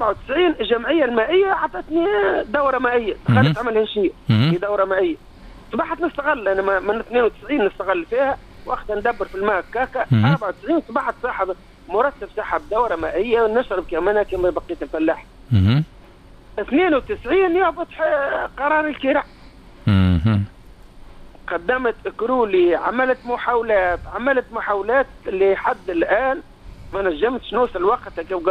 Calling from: Hazoua, Tozeur Governorate, Tunisia; تحية من الجنوب الغربي من حزوة.

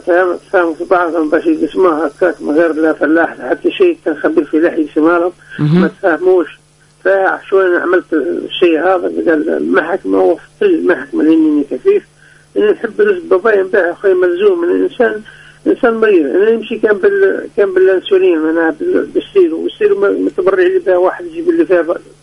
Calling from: Ben Gardane, Medenine, Tunisia; من بنقردين،

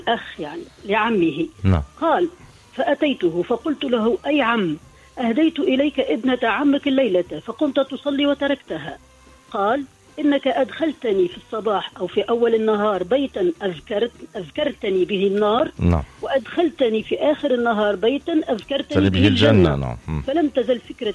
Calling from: Tunisia

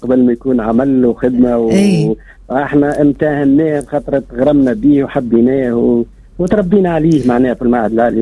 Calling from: Sfax, Sfax Governorate, Tunisia; اللي عندنا في صفاقس

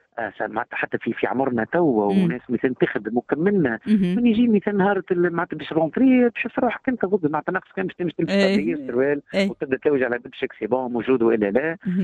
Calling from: Gafsa, Gafsa Governorate, Tunisia

